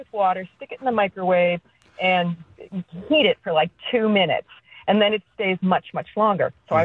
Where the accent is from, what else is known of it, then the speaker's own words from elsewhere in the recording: Scituate, Massachusetts, United States; It's funny because we've only lived there for a year. We're actually from Scituate.